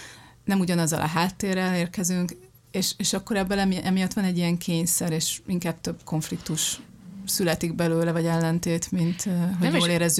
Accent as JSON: {"language": "Hungarian", "country": "Hungary", "also_born_or_lived": "Paris, France", "moved": "as an adult", "said": "együtt kell lennünk, mert magyarok vagyunk."}